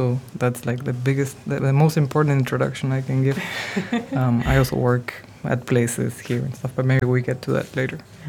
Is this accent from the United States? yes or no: no; Argentina; now in Rotterdam, Netherlands; growing up in Argentina, everyone is exposed to Borges, the writer, in one way or another